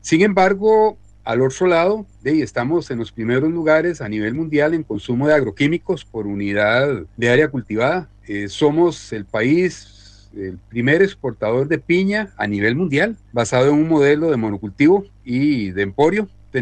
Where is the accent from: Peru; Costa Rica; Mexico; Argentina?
Costa Rica; en la zona sur de nuestro país, de Costa Rica.